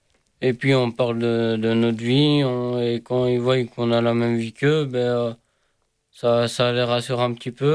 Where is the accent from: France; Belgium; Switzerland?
Belgium; La Louvière, Wallonia; Moi, je viens de la Louvière.